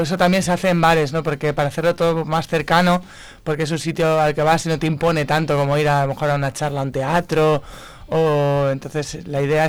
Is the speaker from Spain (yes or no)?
yes; Zamora, Castile and León, Spain; porque en Zamora también somos así, curiosos, ¿no?